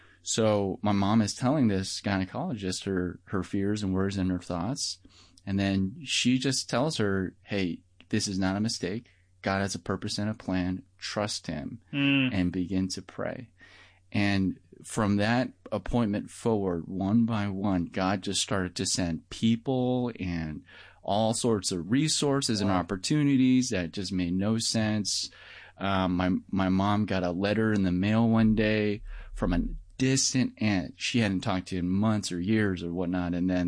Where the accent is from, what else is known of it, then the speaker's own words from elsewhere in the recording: Denver, Colorado, United States; born and raised in Denver, Colorado.